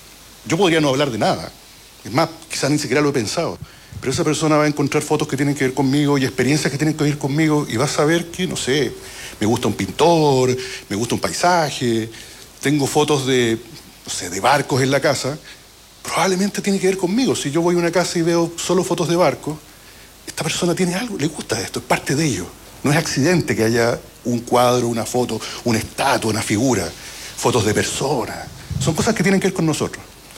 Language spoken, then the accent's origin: Spanish; Santiago, Santiago Metropolitan Region, Chile; moved away; also born or lived in Curicó; Yo no soy de Curicó, soy santiaguino.